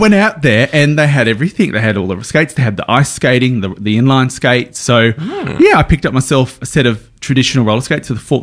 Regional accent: New South Wales, Australia; moved away; Growing up in Outback New South Wales.

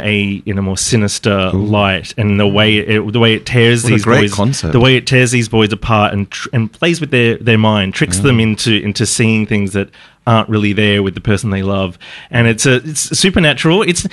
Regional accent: Geelong, Victoria, Australia; I grew up in Geelong.

